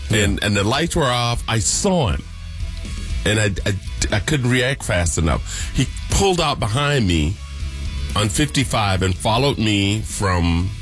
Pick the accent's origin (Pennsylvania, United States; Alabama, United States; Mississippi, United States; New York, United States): Alabama, United States; That's what I call him, because I'm from Alabama.